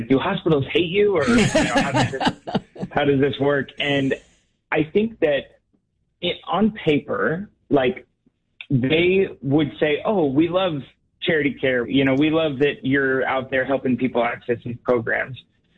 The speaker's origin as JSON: {"language": "English", "town": "Portland", "region": "Oregon", "country": "United States", "tie": "born or raised there", "said": "So I grew up in Portland, Oregon."}